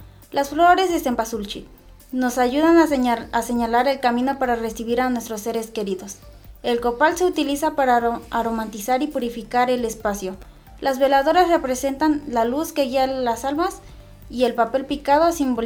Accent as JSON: {"language": "Spanish", "town": "Tenampulco", "region": "Puebla", "country": "Mexico", "said": "Vengo desde la comunidad de Tenampulco."}